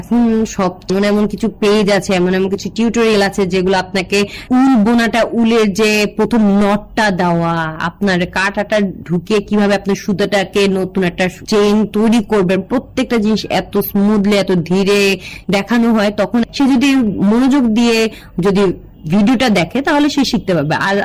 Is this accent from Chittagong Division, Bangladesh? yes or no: yes; Feni, Chittagong Division, Bangladesh; আমার বাড়ি যেহেতু ফেনীতে